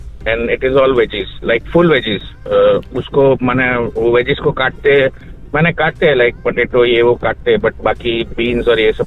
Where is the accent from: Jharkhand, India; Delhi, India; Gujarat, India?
Gujarat, India; तो मैं गुजरात से हूँ